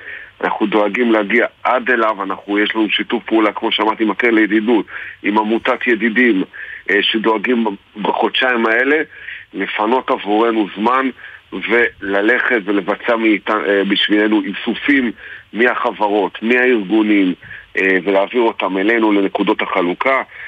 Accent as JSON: {"language": "Hebrew", "town": "Hadera", "region": "Haifa District", "country": "Israel", "said": "אנחנו מחדרה"}